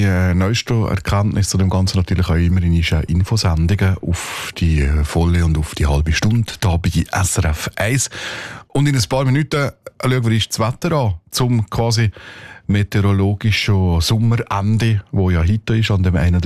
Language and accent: German; Switzerland; Vielleicht mal, aber bei uns in der Schweiz doch nicht.